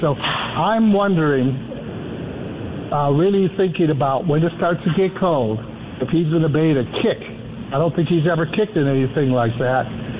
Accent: Wisconsin, United States; now in Florida, United States; I'm a snowbird, but I'm originally from Wisconsin.

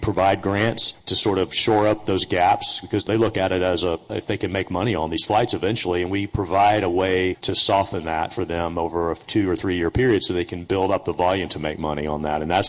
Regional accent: Atlanta, Georgia, United States; I grew up in Atlanta, by the way

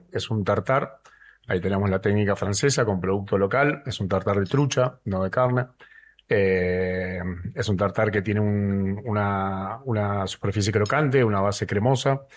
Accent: Argentina; como argentinos y latinoamericanos

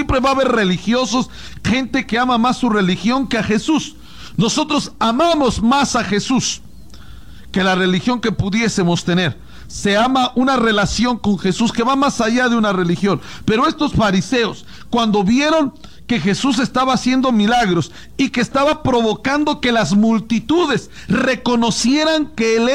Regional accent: Mexico; Somos mexicanos.

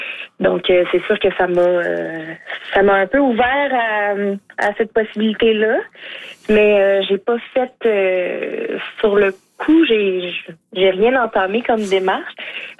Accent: Mascouche, Quebec, Canada; also born or lived in Saint-Colomban; now in New Richmond, Canada; J'ai fait les 10 premières années de ma vie à Mascouche. Puis ensuite, à 10 autres années à Saint-Colomban, avant de m'en venir après ça par l'Est, là, dans Rimouski, puis New Richmond.

